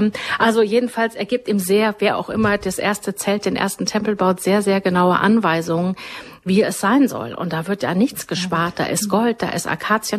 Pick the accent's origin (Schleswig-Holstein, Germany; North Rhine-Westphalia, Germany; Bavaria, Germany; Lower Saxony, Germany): Bavaria, Germany; born there